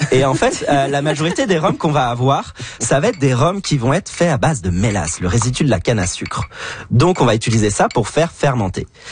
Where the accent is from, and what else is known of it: France